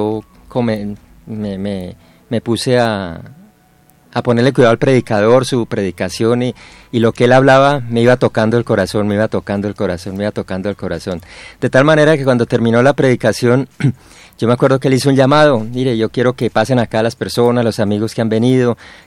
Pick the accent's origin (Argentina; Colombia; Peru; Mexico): Colombia; Llanos Orientales; also born or lived in Gachalá, Cundinamarca; Yo pues nací en Gachalá, Cundinamarca, pero me crié en los Llanos Orientales, entre Barranca de Upía, Meta y Villanueva, Casanares